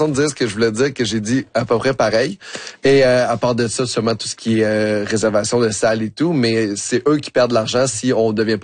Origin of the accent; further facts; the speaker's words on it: Quebec City, Quebec, Canada; also born or lived in Bagotville / Saint-Hubert; now in Montreal, Canada; Je suis né à Québec. En fait, ça a été les 8 premières années de ma vie. J'ai passé dans le coin de Val-Bélair, Vanier.